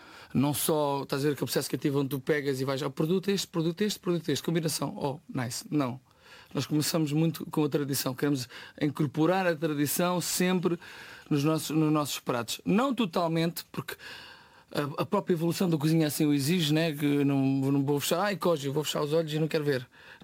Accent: Oeste, Portugal; Eu venho do oeste

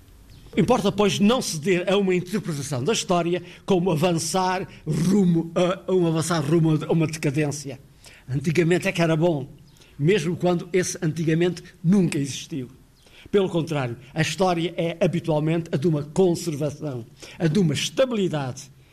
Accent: Portugal; accent: European Portuguese

